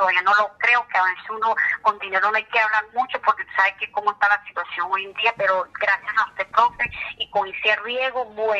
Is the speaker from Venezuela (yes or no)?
yes; Venezuela; moved away; Bueno, ya 11 años y medio. Que llegué de Venezuela, primeramente.